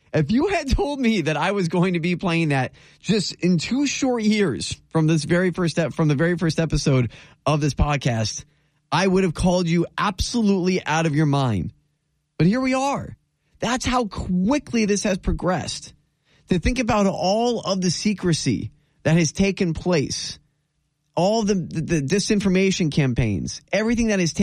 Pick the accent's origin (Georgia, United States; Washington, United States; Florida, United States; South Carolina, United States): Florida, United States; from my home state of Florida